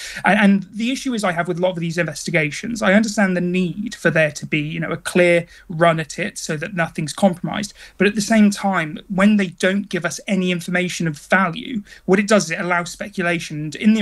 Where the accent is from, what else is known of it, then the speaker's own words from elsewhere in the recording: United Kingdom; I'm both English and Welsh, so I always feel a bit of a push and pull.